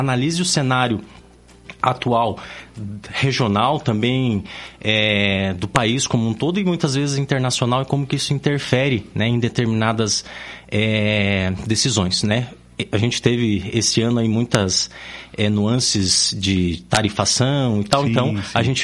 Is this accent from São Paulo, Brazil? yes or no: no; Ponta Grossa, Paraná, Brazil; Eu sou nascido, criado, vivido e estudado em Ponta Grossa, Campos Gerais.